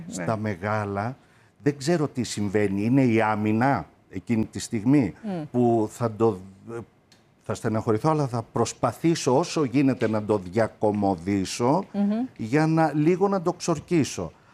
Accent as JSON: {"language": "Greek", "town": "Amaliada", "region": "Western Greece", "country": "Greece", "tie": "born or raised there", "said": "την πήρα και τη φύτεψα στο χωριό μου, στην Αμαλιάδα."}